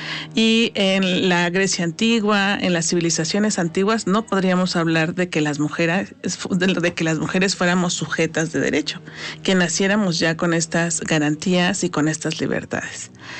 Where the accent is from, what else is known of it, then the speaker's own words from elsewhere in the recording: Mexico; born there; yo, que ya tengo más de 50 años, nací sin que en México estuviera el derecho a la igualdad entre hombres y mujeres.